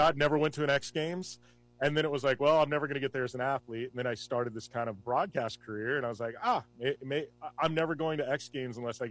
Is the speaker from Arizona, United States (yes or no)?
yes; Parker, Arizona, United States; Parker, Arizona. So right by Lake Havasu City. So I'm sure everybody knows Lake Havasu, but tourist town right on the river, like floating dock bars, stuff like that.